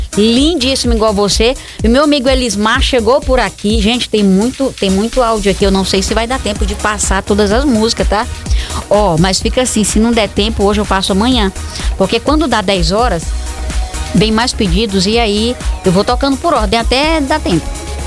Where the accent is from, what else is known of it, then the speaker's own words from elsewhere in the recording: Maranhão, Brazil; Eu sou do Maranhão.